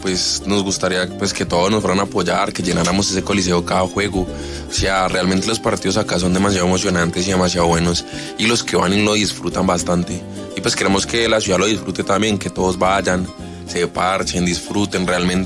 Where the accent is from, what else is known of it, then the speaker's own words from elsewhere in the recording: Soacha, Cundinamarca, Colombia; moved away as an adult; now in Villavicencio, Colombia; Yo soy de Soacha, Cundinamarca.